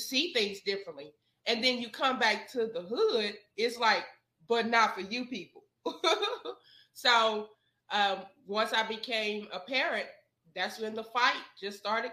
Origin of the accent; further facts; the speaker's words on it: East St. Louis, Illinois, United States; Growing up, I'm from East St. Louis, Illinois, not Missouri.